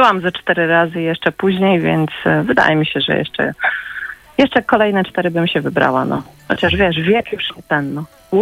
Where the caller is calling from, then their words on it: Warsaw, Masovian Voivodeship, Poland; Warszawa.